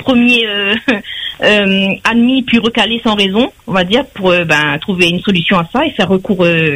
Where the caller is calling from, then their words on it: Saint-Joseph, Réunion; Moi, je viens de Saint-Joseph